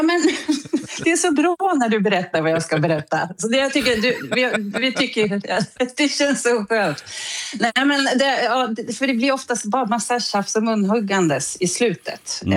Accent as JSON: {"language": "Swedish", "country": "Sweden", "moved": "yes", "lives_now": "New Zealand", "said": "som svensk medborgare så tycker jag att det är min plikt, men framförallt en förmån att få rösta fortfarande i Sverige."}